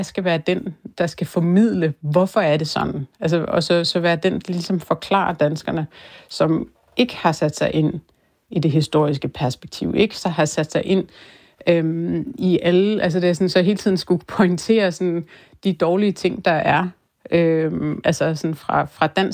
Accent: Greenland; moved away as an adult; now in Denmark; men det er mange, der egentlig sådan, så bliver overrasket over, at jeg var 21, da jeg flyttede til Danmark.

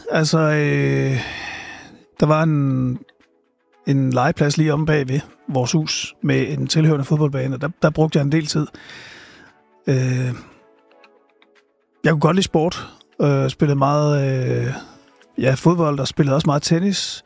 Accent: Silkeborg, Central Denmark Region, Denmark; born or raised there; also born or lived in Aarhus

